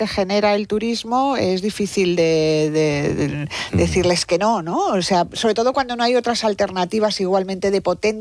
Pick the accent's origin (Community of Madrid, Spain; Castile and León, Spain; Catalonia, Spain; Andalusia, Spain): Community of Madrid, Spain; Madrid